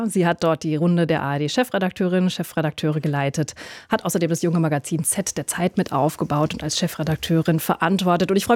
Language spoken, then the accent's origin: German; West Germany, Germany; wir sind beide Westdeutsche